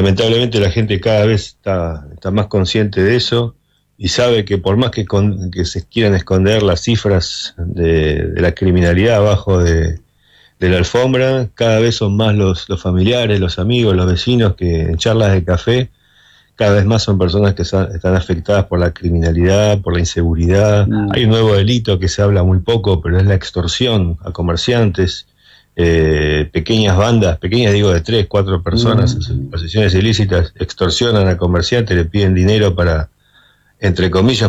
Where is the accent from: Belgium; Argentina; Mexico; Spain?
Argentina; somos argentinos